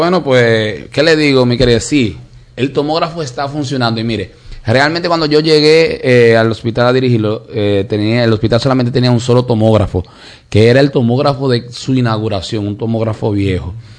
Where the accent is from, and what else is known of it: Dominican Republic